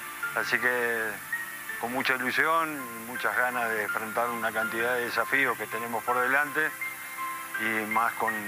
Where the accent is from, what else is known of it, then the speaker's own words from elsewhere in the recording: Uruguay; now in Mexico; Bueno, somos uruguayos.